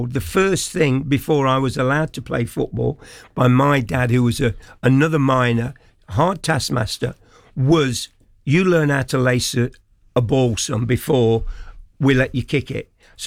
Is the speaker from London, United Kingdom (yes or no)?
no; Desford, East Midlands, United Kingdom; born there; when I was born in Desford in Leicestershire